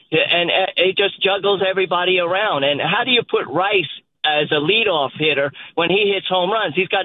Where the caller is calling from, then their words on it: New York, United States; I'm from New York, you know, and New Yorkers don't like to lose.